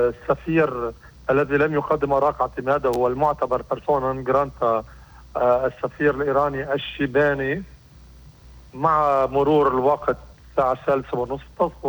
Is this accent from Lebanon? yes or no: yes; Lebanon; أنا كمواطن لبناني